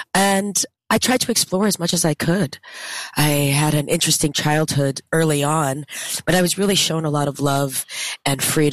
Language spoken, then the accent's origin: English; El Paso, Texas, United States; moved away; I'm from El Paso, Texas, and I moved here when it was supposed to be the big old Hollywood of the East.